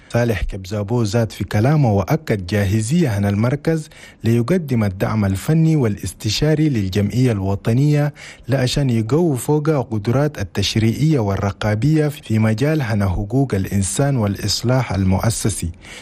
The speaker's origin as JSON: {"language": "Arabic", "country": "Chad"}